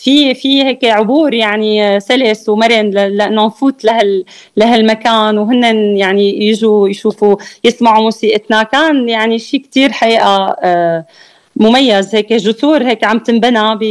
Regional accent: Syria; بالنسبة لنا كان كسوريين هونيك

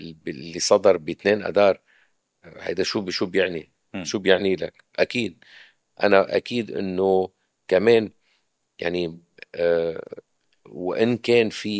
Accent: Lebanon; علينا كلبنانيين

